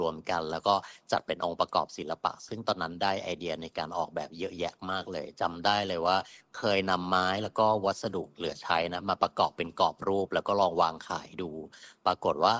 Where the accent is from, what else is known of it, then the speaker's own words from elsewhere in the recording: Thailand; เป็นคนจังหวัดชลบุรีครับบ้านอยู่